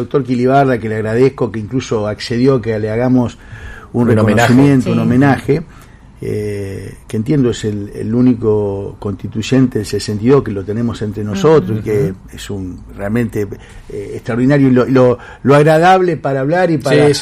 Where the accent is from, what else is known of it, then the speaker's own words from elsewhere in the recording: northern Santa Fe Province, Santa Fe, Argentina; alguien del interior, de un pueblito pequeño, del norte, uh-huh. somos norteños, nosotros